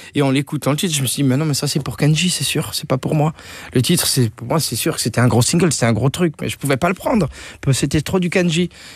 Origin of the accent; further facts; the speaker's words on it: Saint-Louis, Grand Est, France; c'était chez nous à Saint-Louis